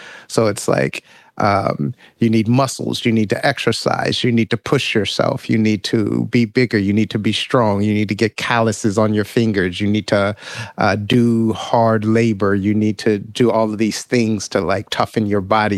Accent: United States; born or raised there

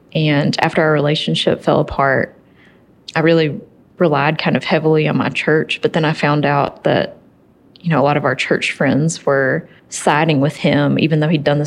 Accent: Appalachia, United States; also born or lived in New England; People just thought these very strange things about me because I was from Appalachia.

